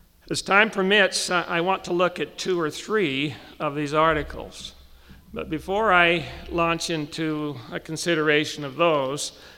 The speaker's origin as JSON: {"language": "English", "town": "Ephraim", "region": "Utah", "country": "United States", "tie": "born or raised there", "said": "Growing up in Ephraim and Sanpete County, I was acquainted, and then only casually, with four non-Mormons, two of whom subsequently converted."}